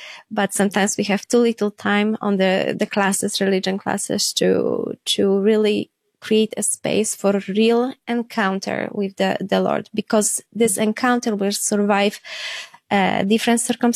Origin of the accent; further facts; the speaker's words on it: Lesser Poland, Poland; English is a second language; I am from south of Poland. I am like hour from Krakow.